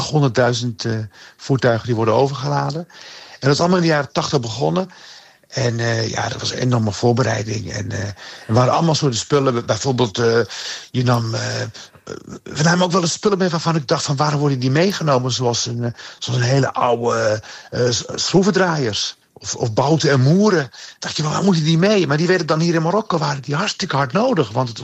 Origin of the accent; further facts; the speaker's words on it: Rotterdam, South Holland, Netherlands; We groeiden op in Rotterdam.